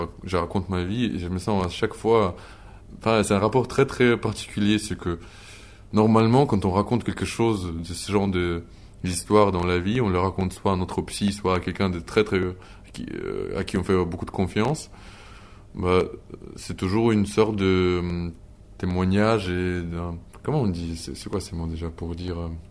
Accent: Ukraine; French is a second language; moved away as an adult; also born or lived in Moscow; now in France; en étant ukrainien, réfugié ukrainien en France

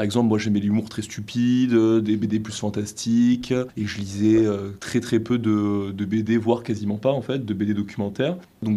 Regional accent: Claret, Occitanie, France; on n'est pas de Saint-Clément-de-Rivière, mais on vient donc Laure de Montferrier, qui est juste à côté de Saint-Clément, et moi de Claret, donc qui est un petit village plus loin, à une bonne demi-heure de route.

